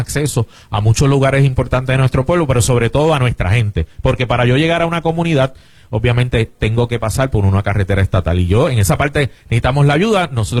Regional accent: Río Grande, Puerto Rico; yo, que viví allí, a la falda del Yunque desde niño, lo que pasa es que cuando uno hace un reclamo a nivel de puertorriqueño, de riograndeño

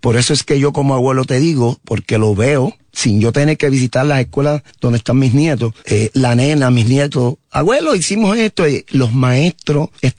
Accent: Puerto Rico; crear la conciencia todos como puertorriqueños de que consistentemente tenemos que seguir preparándonos

